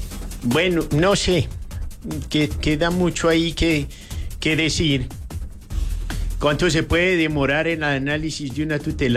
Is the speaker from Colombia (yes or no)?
yes; Colombia